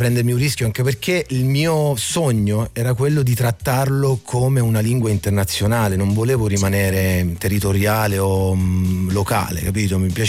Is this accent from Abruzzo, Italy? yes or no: yes; Abruzzo, Italy; accent: Abruzzese dialect